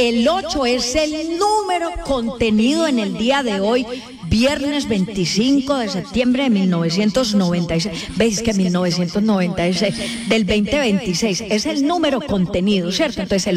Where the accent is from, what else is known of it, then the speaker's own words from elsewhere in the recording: Santander, Colombia; accent: santandereana; yo hablo como santandereana.